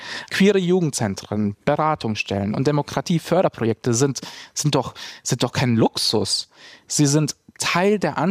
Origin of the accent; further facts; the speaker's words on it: Ingolstadt, Bavaria, Germany; now in Berlin, Germany; Ich bin aus Bayern hierher gekommen, aus Ingolstadt, und ich habe mich sehr frei gefühlt